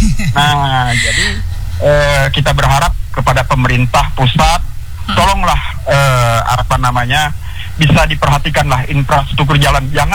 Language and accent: Indonesian; Kutai Barat, East Kalimantan, Indonesia; Sementara kami dari Kutai Barat ini mau ke Samarinda hanya melewati satu kabupaten